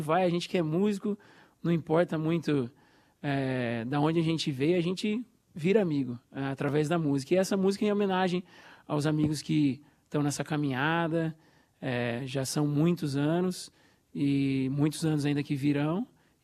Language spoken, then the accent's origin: Portuguese; Itu, São Paulo, Brazil; now in United States; São 14 anos já morando nos Estados Unidos. Eu sou do interior de São Paulo, de Itu. Cresci tocando em projeto social, banda de música, estudei na Unicamp.